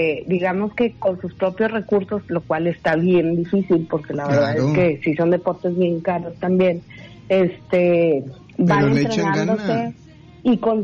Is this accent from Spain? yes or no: no; Mexico